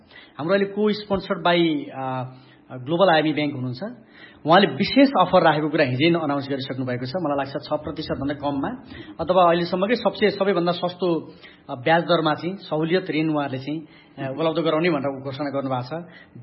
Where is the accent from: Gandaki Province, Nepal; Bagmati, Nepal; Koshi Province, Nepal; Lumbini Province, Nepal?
Koshi Province, Nepal; Khotang; born there; moved away; मेरो घर खोटाङ हो, म यहाँबाट करिब 200-300 किलोमिटर